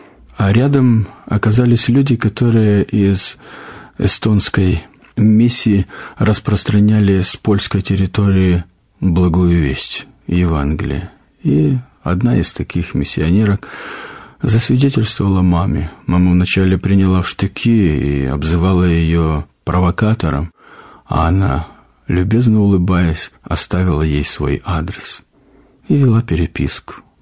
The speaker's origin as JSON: {"language": "Russian", "town": "Feodosia", "region": "Crimea", "country": "Ukraine", "said": "я из Украины, город Феодосия."}